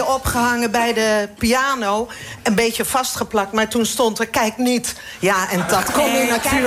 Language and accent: Dutch; Delft, South Holland, Netherlands; Ik ben in Delft opgegroeid, zat in Rijswijk op school.